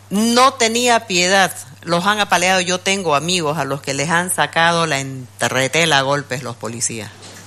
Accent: Santa Cruz, Bolivia; Nos tratan como bolivianos de segunda

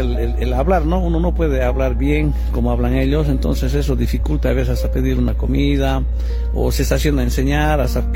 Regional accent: Sucre, Chuquisaca, Bolivia; also born or lived in Tarabujillo; now in Tarija, Bolivia; ya hace 17 años que vivo acá en Tarija. Yo soy de Sucre y me vine a por estos lados buscando un futuro mejor.

